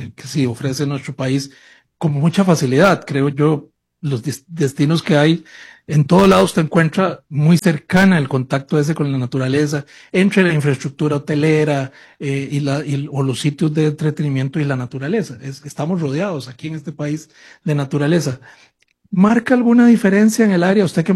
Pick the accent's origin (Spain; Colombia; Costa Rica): Costa Rica; Yo, como costarricense